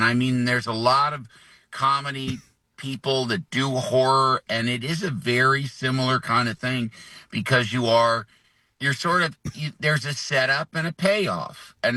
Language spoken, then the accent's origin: English; Illinois, United States; And I I grew up outside of Chicago, and I went to film school.